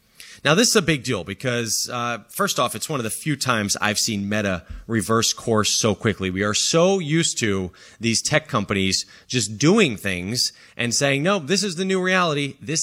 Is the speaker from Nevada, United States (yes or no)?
no; New Jersey, United States; I am from New Jersey, and I figured it would be a good idea to make the ultimate pilgrimage as a former New Jersey resident